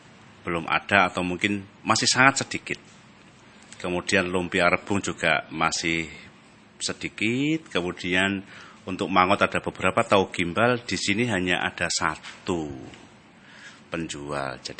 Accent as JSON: {"language": "Indonesian", "town": "Semarang", "region": "Central Java", "country": "Indonesia", "tie": "born or raised there", "moved": "yes", "lives_now": "Purbalingga, Indonesia", "said": "Saya asli Semarang."}